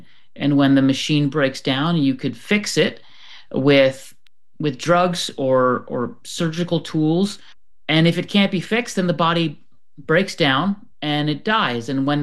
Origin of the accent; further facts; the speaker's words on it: Florida, United States; born there; Mom from France, and my dad from Pakistan. And when they got together, they moved to America for the American dream, and that's where I was born in Florida.